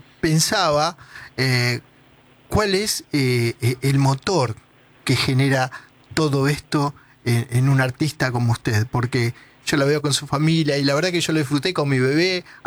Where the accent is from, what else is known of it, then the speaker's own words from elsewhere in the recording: San Juan, Argentina; Nosotros somos, justamente, yo soy de San Juan, así que lo venimos escuchando desde siempre